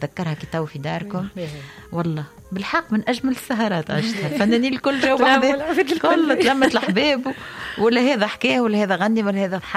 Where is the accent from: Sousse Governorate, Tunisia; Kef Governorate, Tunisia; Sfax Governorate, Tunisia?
Sfax Governorate, Tunisia; Sfax; انا عشرة تربيت في صفاقس بلاد الفن والموسيقى